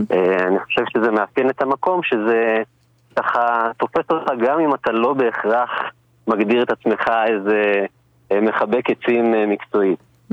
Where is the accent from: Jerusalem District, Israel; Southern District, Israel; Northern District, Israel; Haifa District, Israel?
Northern District, Israel; Dafna; now in Dafna, Israel; אני מדפנה במקור, הקיבוץ כמובן פונה